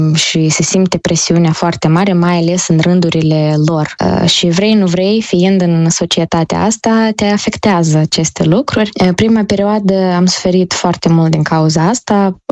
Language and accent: Romanian; Moldova; now in South Korea; spun cu mândrie că sunt din Republica Moldova